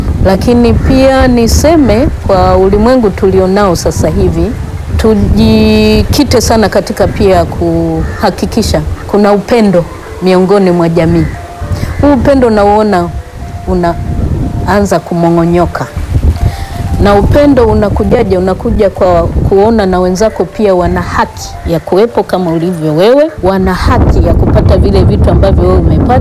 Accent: Tanzania

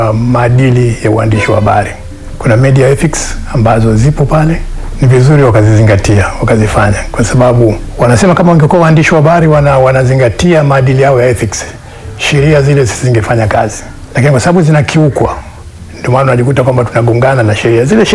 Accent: Arusha, Tanzania; moved away; also born or lived in Tanga; Kwa hiyo nimekulia Arusha ambako yeye ndo alikuwa mfanyakazi. Na kama angekuwa ni kuzaliwa, ningezaliwa Arusha. Sasa kwenye nani, Mount Meru Hospital. Lakini kufuatana na taratibu za zamani, mama alikwenda kijijini akajifungua, tukarudi Arusha. Kwa hiyo nimekulia Arusha.

